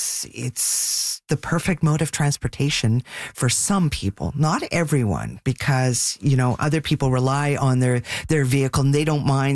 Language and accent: English; Montreal, Quebec, Canada; When I was growing up in the West Island, was starved for transportation.